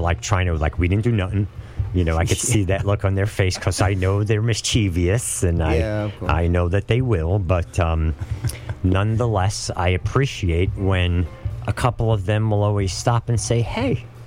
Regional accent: New York City, New York, United States; growing up in New York City

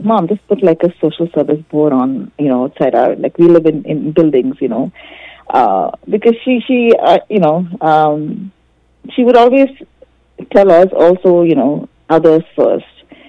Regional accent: Mumbai, Maharashtra, India; moved away; pretty much for the most part of my life, I grew up in Mumbai.

